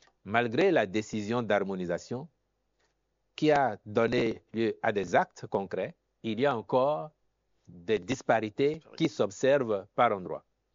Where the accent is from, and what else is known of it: Benin